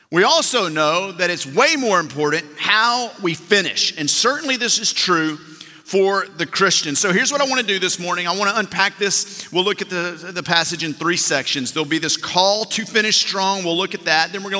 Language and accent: English; Bossier City, Louisiana, United States; now in Houston, United States; my mom and dad, who still live where I grew up in Bossier City, Louisiana.